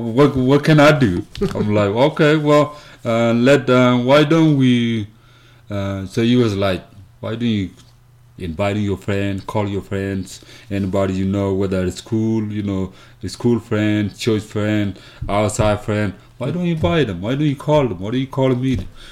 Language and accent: English; South Sudan; English is a second language; moved away; I'm kind of a former refugee. I'm originally from South Sudan, southeastern part of South Sudan. Mm-hmm. And I spent many years in UN refugees camp when I was younger, mm-hmm. and a teenager.